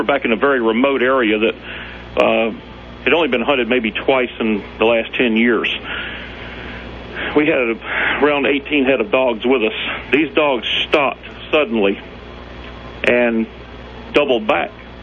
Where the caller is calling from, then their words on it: South Carolina, United States; We used to belong to one of the oldest deer hunting clubs here in South Carolina.